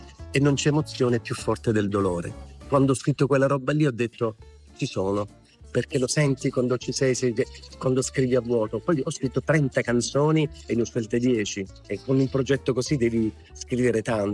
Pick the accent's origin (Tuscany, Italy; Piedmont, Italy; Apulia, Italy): Apulia, Italy; Io sono pugliese, però sono degli artisti che suonano.